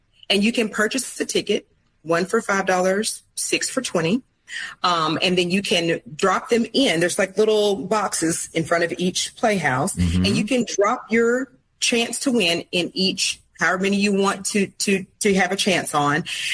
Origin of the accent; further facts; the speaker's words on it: Arkansas, United States; now in Texas, United States; I'm from Arkansas.